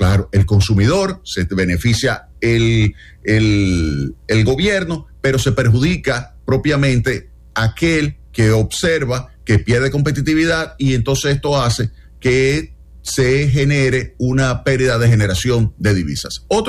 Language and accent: Spanish; Dominican Republic; a mí como dominicano